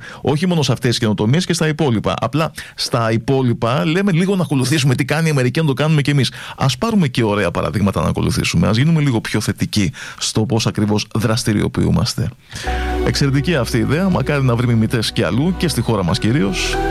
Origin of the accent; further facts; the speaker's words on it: Greece